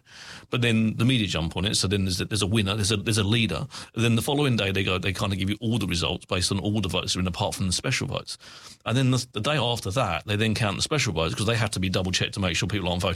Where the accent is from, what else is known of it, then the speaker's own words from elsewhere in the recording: United Kingdom; I spend all day drinking tea because I'm British.